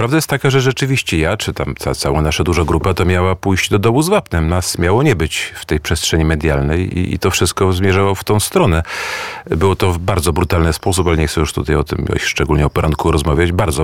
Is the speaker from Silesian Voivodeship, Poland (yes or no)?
no; Warsaw, Masovian Voivodeship, Poland; Chodzę, lubię Warszawę. Jestem stąd. Urodziłem się tutaj i pewnie tutaj zejdę z tego świata.